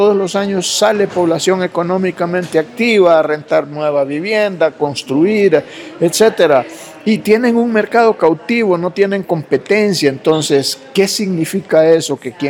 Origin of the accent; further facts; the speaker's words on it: Honduras; somos todos los hondureños